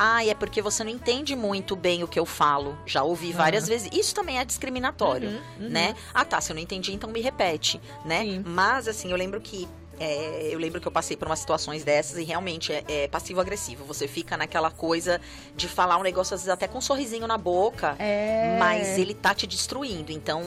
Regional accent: Brazil; Ah, eu sou brasileira.

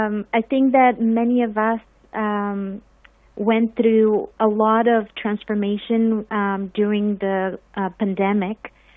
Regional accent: Sofia, Sofia City, Bulgaria; moved away as an adult; now in Canada; I began my training in Bulgaria. I was born and raised in Sofia, the capital, and lived there until the age of 18.

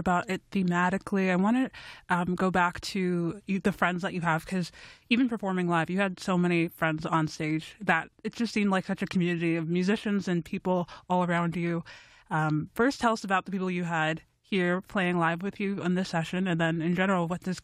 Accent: Toronto, Ontario, Canada; moved away; I grew up in Toronto, I moved away.

